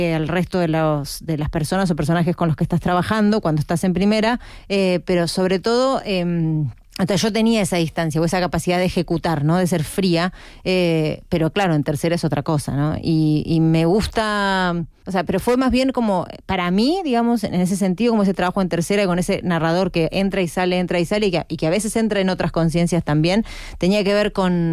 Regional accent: Madrid, Community of Madrid, Spain

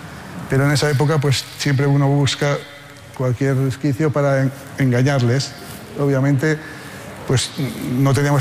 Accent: Haro, La Rioja, Spain; en un pueblo maravilloso, que les invito a visitar, mi pueblo es Aro, en La Rioja, fantástico.

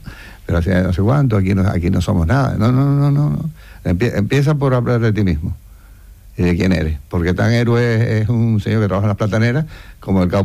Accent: Canary Islands, Spain

